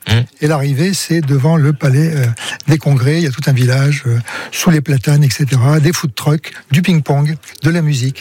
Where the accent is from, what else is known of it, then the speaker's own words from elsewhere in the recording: Paris, Île-de-France, France; même si je suis parisien.